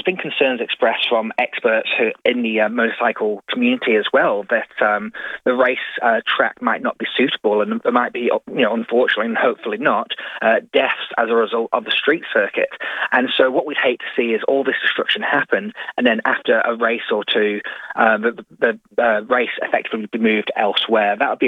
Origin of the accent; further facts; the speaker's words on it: Isle of Man; now in Australia; Look, I'm from the Isle of Man, least. I love the TT races.